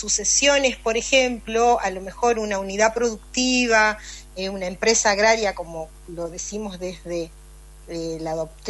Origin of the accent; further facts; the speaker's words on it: San José de Feliciano, Entre Ríos, Argentina; mi pueblo, de San José de Feliciano, un norte ganadero por excelencia, en el que ahora se está diversificando también con producción agrícola.